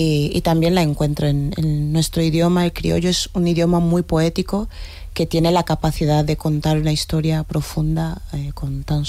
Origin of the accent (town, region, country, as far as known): Guinea-Bissau